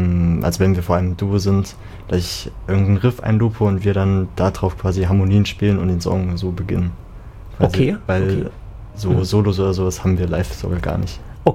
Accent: Germany; born there; first language Slovenian; Ja, genau, meine Muttersprache. Ja, also, ja, meine Mutter kommt quasi aus Slowenien und deswegen bin ich halb Slowene.

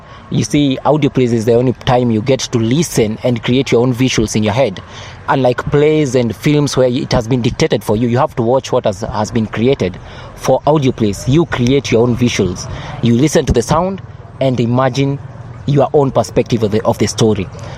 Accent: Kenya; I am a Kenyan, born and raised in Kenya.

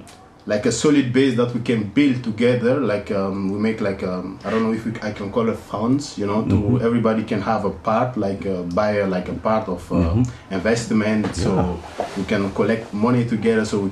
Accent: Burkina Faso; now in Netherlands; from Burkina Faso, and I'm living in the Netherlands.

